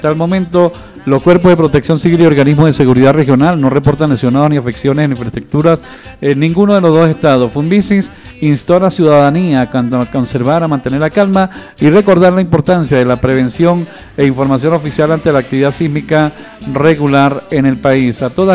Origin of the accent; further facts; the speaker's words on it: Venezuela; nuestra querida patria venezolana